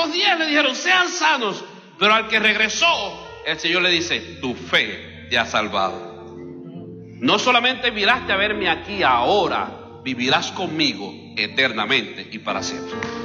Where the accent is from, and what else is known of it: Cuba; moved away; also born or lived in Kansas